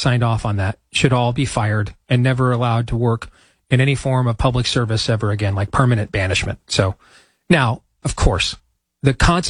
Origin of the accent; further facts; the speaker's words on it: California, United States; So we used to eat there a lot when I was a kid growing up in Cali.